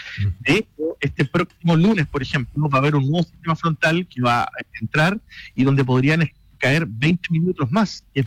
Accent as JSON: {"language": "Spanish", "town": "Punta Arenas", "region": "Magallanes and Chilean Antarctica", "country": "Chile", "said": "yo provengo de la región de Magallanes, en Punta Arenas, en el sur."}